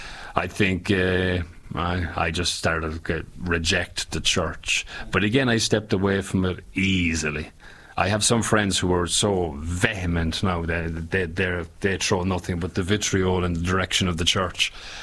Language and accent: English; Ireland; Okay, I grew up in Ireland. I was born in the 70s. I, let's say, grew up in the 80s.